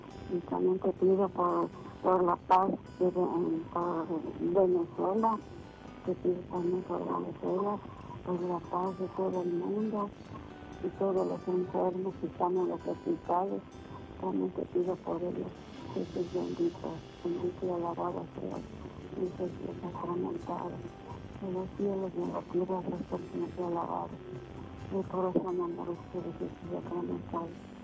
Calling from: Querétaro, Mexico; De Querétaro, Querétaro

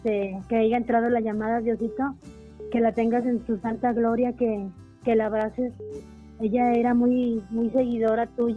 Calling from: Guadalajara, Jalisco, Mexico; hablo de Guadalajara.

